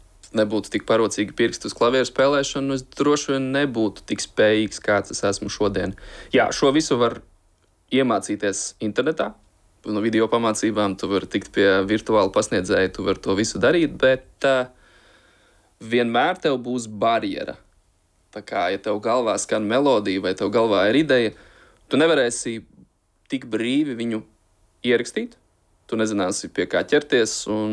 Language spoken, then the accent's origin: Latvian; Ventspils, Ventspils Municipality, Latvia; born or raised there